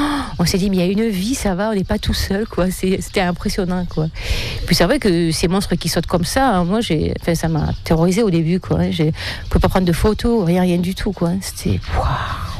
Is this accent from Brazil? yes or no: no; Sète, Occitanie, France; petite Sétoise